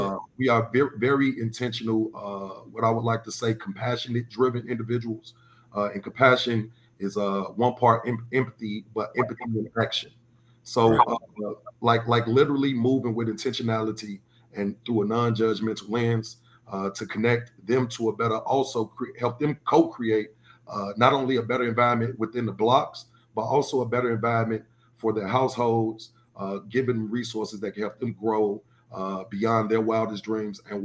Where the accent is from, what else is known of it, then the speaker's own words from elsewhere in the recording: Chicago, Illinois, United States; I'm from South Shore. I went to South Shore High School. I moved to South Shore probably about 2 years before I went to high school.